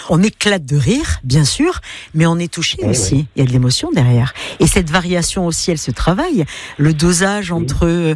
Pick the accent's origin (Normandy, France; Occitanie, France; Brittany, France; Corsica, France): Corsica, France; C'est quelque chose qui nous fait du bien en tant que Corse, en tant que spectateur.